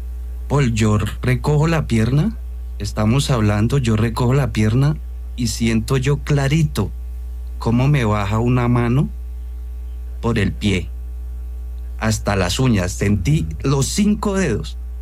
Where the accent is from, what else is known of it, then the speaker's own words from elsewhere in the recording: Barbosa, Santander, Colombia; en un guamo que llamamos en Santander, yo soy santanderiano de Barbosa